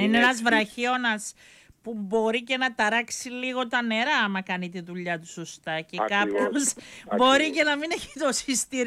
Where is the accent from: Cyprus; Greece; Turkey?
Cyprus; πόσα φεστιβάλ έχουμε στα χωριά της Κύπρου μας